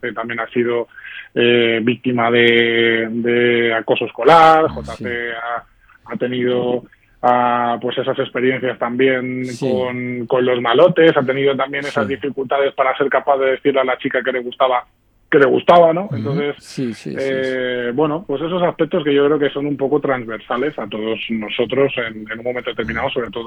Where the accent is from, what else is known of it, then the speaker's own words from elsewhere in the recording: Fuenlabrada, Community of Madrid, Spain; y yo también soy de Fuenla, soy fuenlabreño